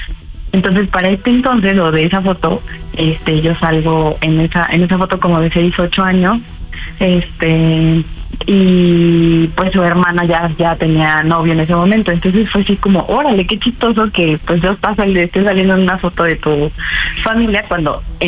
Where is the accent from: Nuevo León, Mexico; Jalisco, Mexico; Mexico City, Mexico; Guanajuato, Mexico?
Mexico City, Mexico; Iztapalapa; Tengo 29 años y soy de Iztapalapa.